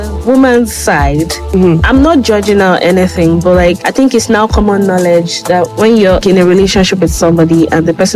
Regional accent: Nigeria; a Nigerian, so I see it often.

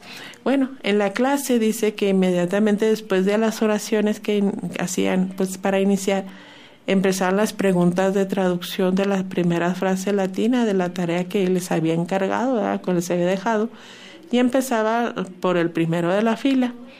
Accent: Chihuahua, Mexico; born there; Curiosamente, fíjese, yo soy nacida en Chihuahua y la colonia industrial es donde vive toda mi familia, ¿verdad?

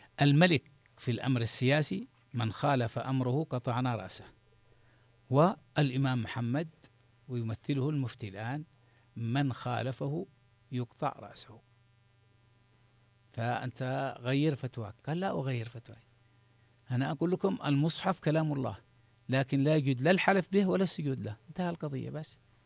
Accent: Yemen; عندنا في اليمن

